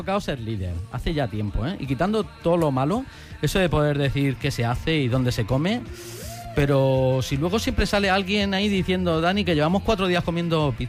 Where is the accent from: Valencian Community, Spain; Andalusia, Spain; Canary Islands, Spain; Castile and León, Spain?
Valencian Community, Spain; Orihuela; Venidos a mi pueblo, Orihuela. Ahí te digo yo que no pasarás por ningún síndrome raro.